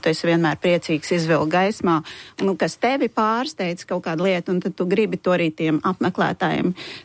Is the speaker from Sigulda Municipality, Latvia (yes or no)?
no; Cīrava, Kurzeme, Latvia; born there; es esmu dzimis Cīravā.